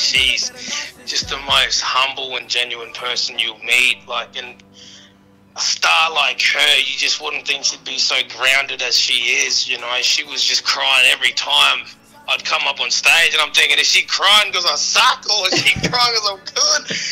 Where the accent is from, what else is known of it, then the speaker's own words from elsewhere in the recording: Northern Territory, Australia; Yeah, so I'm up in Darwin, NT. My mob is based out of Litchfield, and I'm a proud Murrunungu man.